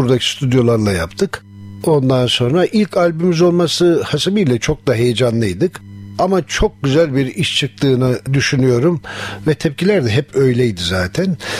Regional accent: Ankara, Turkey; born there; Ankara doğumlu, aslen Yozgatlı.

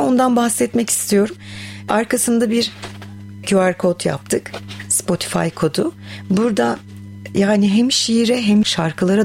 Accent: Samsun, Turkey; Ben doğma büyüme Samsunluyum.

